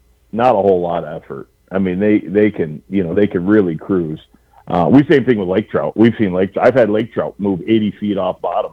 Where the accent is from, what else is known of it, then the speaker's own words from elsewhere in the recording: North Muskegon, Michigan, United States; I grew up on the Great Lakes, right? I grew up in Lake Michigan, out of North Muskegon, and, you know, on the big water with my dad